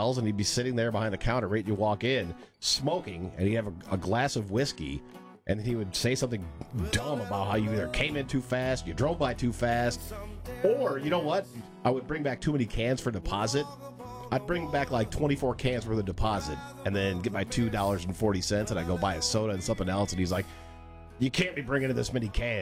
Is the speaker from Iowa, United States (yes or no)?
no; Michigan, United States; Growing up in Michigan, every can is 10 cents